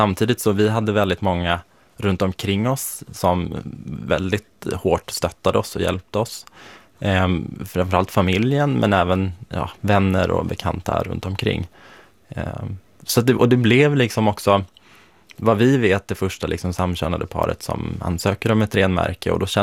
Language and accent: Swedish; Sweden; För även då var jag ju väldigt öppen med att jag var same. För det var ju det är ju min identitet, så det pratade jag väldigt mycket om.